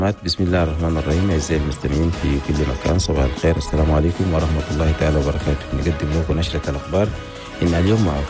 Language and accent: Arabic; Chad